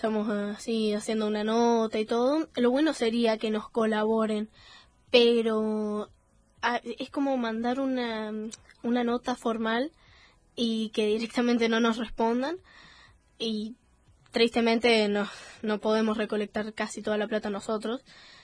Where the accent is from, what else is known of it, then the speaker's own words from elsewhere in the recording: San Luis, Argentina; soy la única puntana juvenil de San Luis